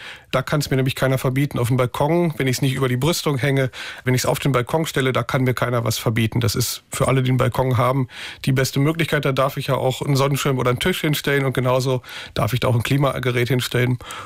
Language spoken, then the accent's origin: German; Germany; weil Autofahren können wir als Deutsche alle ganz gut.